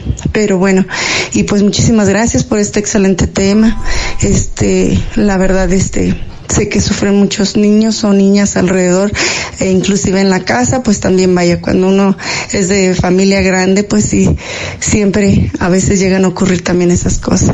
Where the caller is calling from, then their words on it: San Luis Potosí, Mexico; de San Luis Potosí